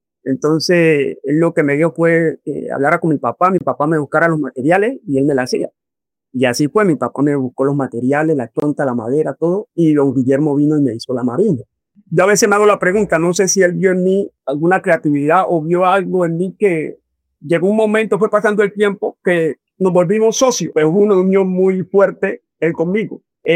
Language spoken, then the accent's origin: Spanish; Guapi, Cauca, Colombia; Soy de Huapicauca. Y me considero pues un hombre de mi territorio, de mi cultura y de esas tradiciones que nuestros mayores nos han dejado.